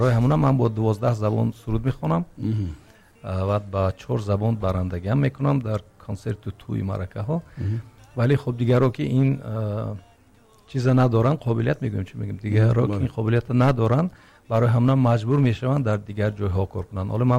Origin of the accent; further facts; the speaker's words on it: Tajikistan; now in New York, United States; من از تاجیکستان هستم و مردمی ما خیلی باسواد هستند